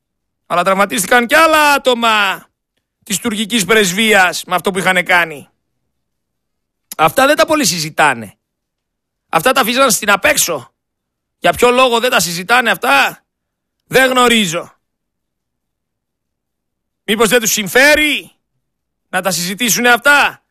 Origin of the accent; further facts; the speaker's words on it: Greece; Εγώ είμαι Έλληνας φορολογούμενος